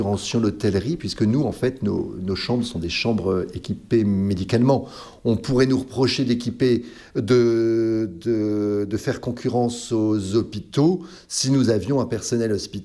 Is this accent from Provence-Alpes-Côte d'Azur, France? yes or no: no; Paris, Île-de-France, France; now in Lourdes, France; je suis parisien